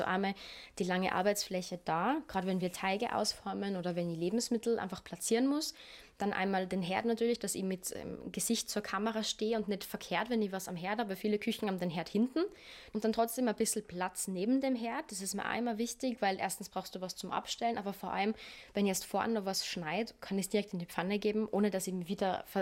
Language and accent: German; Kufstein, Tyrol, Austria; born or raised there